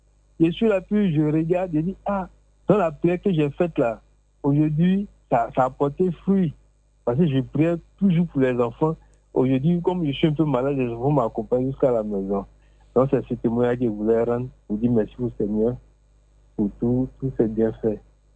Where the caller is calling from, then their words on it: Abidjan, Côte d’Ivoire; J'appelle d'Aboudoumé, Jérusalem.